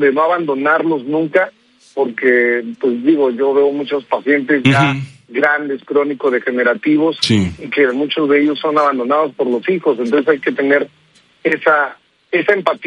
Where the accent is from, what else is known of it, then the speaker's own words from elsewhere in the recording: Veracruz, Mexico; Yo soy de aquí de Veracruz